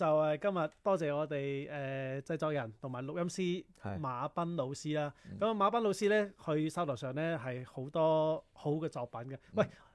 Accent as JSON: {"language": "Cantonese", "region": "Guangdong", "country": "China", "said": "我哋作为广东人"}